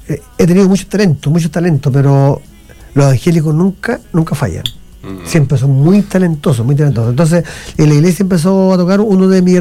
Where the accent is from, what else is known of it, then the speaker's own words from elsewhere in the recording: Navidad, O'Higgins, Chile; yo vengo de Portecillo, de esta provincia, que corresponde, digamos, a la comuna de Navidad.